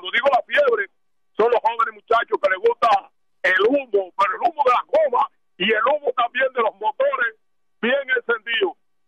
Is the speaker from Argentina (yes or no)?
no; Dominican Republic; now in United States; cuando vine de República Dominicana en el 90, caí al Bronx, el condado de La Salsa